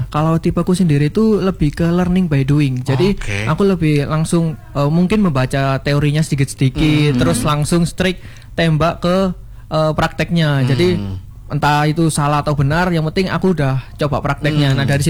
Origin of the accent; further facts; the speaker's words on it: Pasuruan, East Java, Indonesia; Kalau aku aslinya orang Pasuruan.